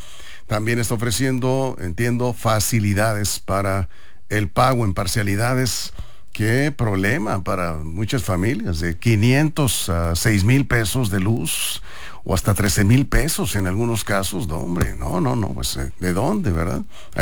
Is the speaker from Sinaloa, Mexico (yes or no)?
yes; Juan José Ríos, Sinaloa, Mexico; Son de mi tierra, son de Juan José Ríos.